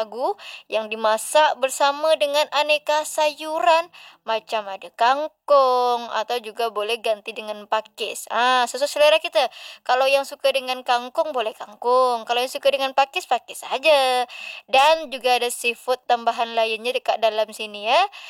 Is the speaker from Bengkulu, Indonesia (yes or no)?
no; Riau Islands, Indonesia; orang kita Melayu nih, Kepulauan Riau.